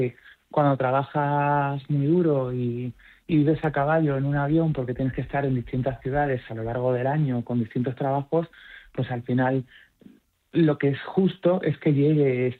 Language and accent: Spanish; Melilla, Spain; moved away; espero que en mi tierra se sientan igual porque para mí Melilla siempre ha sido el primer lugar y el lugar al que yo le debo tanto.